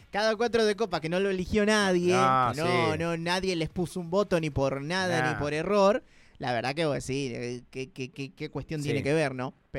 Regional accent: Argentina

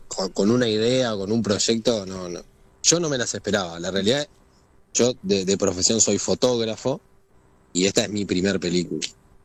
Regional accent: Buenos Aires, Argentina; now in San Luis, Argentina; teniendo en cuenta que yo vivo en San Luis, pero soy oriundo de la Ciudad Autónoma de Buenos Aires.

